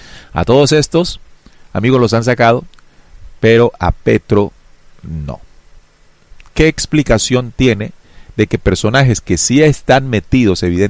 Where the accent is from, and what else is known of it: Colombia